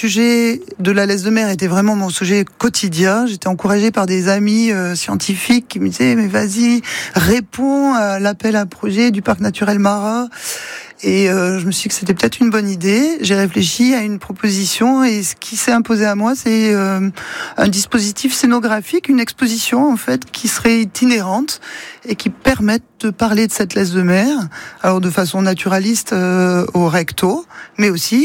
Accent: Occitanie, France; moved away as an adult; also born or lived in Paris; now in Baie de Somme, France; Je viens de la région de Carcassonne. Et je suis assez rapidement monté à Paris pour terminer mes études de designer textile. Et je suis resté une vingtaine

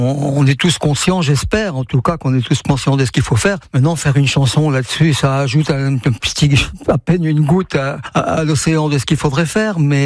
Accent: Brittany, France; moi je viens d'Europe, et en Europe, je suis breton. Et en revenant du Québec, je me suis vraiment senti beaucoup plus breton qu'en partant.

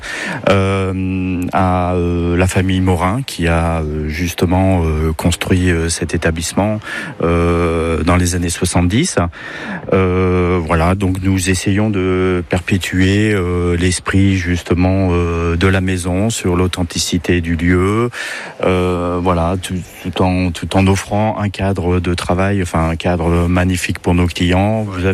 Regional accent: Nouvelle-Aquitaine, France; moved away; Moi, du côté de Limoges.

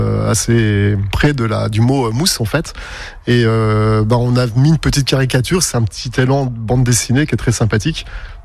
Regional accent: Richemont, Grand Est, France; nous sommes originaires de Richemont.

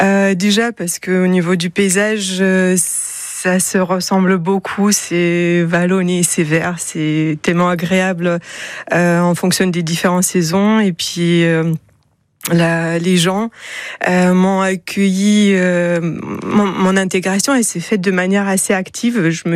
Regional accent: Moldova; now in France; Je suis originaire de Moldavie, d'un petit village au nord du pays qui s'appelle Kojeout. Et dont la moitié de la population est arrivée en France dans les années 2000. Donc j'ai suivi un peu

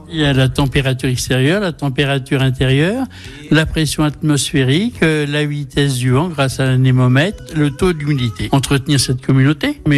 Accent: Huismes, Centre-Val de Loire, France; born there; j'ai 68 ans, je suis né à Huim

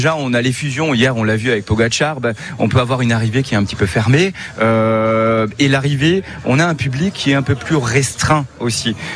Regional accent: Grand Est, France; moi je suis alsacien.

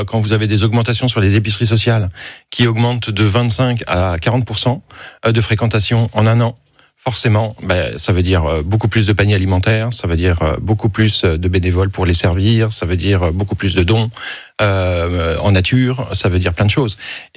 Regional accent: France; moi ça fait 20 ans que je suis à la Croix-Rouge

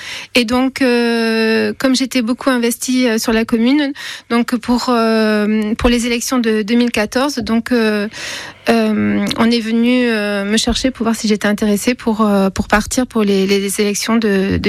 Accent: Chancelade, Nouvelle-Aquitaine, France; also born or lived in Bordeaux; je suis adjointe à Chancelade. Donc, je suis native de Chancelade. J'ai fait mes études à Bordeaux et puis après, je suis revenue sur Chancelade. Et je travaille à Périgueux dans un service administratif.

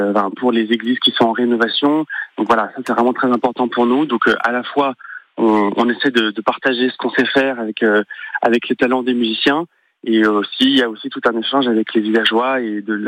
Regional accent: Corsica, France; moi, je suis originaire de Saint-André-d'Ortine, donc l'un des villages de La Chinarque.

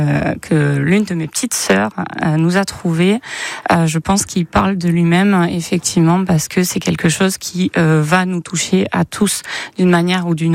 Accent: Nîmes, Occitanie, France; born there; now in Dordogne, France; Je viens du milieu rural, alors je suis pas du secteur du tout. Moi, je suis née à Nîmes. Mais c'est vrai que la Dordogne m'a accueillie à bras ouverts

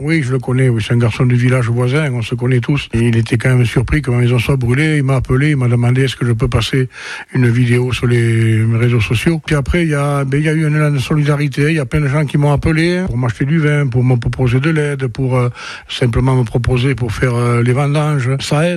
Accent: Nouvelle-Aquitaine, France; born there; Je suis né à Somos, là où il y a eu tous ces incendies, Somos, le porche, le temple, etc. Je suis né dans cette maison qui a été dévastée par le feu

